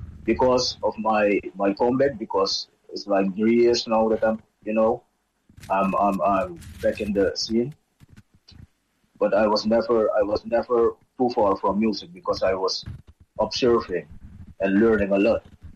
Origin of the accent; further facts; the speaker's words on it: Suriname; I realize that I'm from Suriname, because Suriname is also a yacht